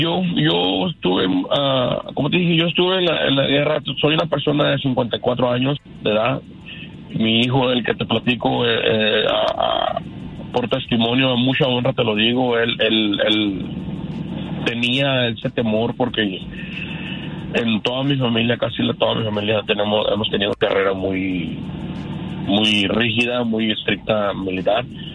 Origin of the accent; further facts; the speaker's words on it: Canada; Yo nací en Canadá, hijo de padre chihuahuense y padre egipcio.